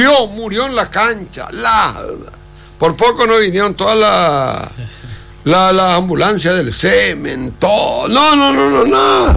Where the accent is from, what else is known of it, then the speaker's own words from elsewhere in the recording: Paraguay; como cualquier paraguayo que tiene este servicio.